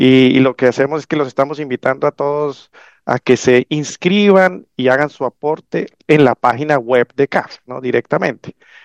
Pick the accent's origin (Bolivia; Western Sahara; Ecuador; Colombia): Colombia; now in Panama; a los demás personas extranjeras como yo, que soy colombiano